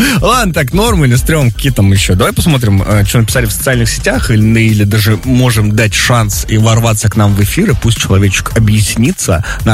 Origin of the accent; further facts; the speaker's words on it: Magadan Oblast, Russia; moved away; Я из Магаданской области. Я даже не из Магадана. Вокруг меня леса, снег и медведи. И вот 300 человек, которые в поселке живут.